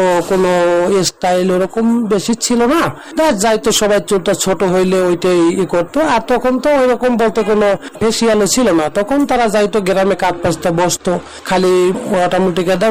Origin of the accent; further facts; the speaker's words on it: Patuakhali, Barisal Division, Bangladesh; now in Dhaka, Bangladesh; তারপরে এক সময় আমি নিজেও পরে এই কাজে গ্রাম থেকে এসে পটুয়াখালী থেকে এসে এই যে ঢাকাতে কাজ করতেছি।